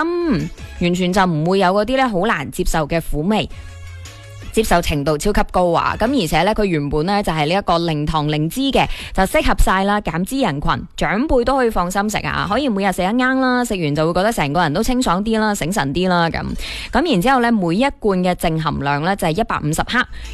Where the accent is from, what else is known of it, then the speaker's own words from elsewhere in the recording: Guangdong, China; 我哋广东人咧都好识得养生嘅